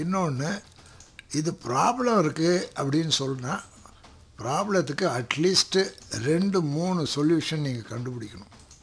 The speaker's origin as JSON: {"language": "Tamil", "region": "Tamil Nadu", "country": "India"}